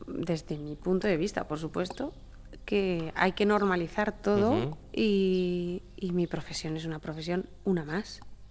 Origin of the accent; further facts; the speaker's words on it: Monzón, Aragon, Spain; En Monzón siempre me he sentido muy, muy, muy valorada, muy querida. Siempre desde niña he sentido que me han arropado y me han acompañado. He sido pregonera en Monzón. Fui montisonense del año con 9 años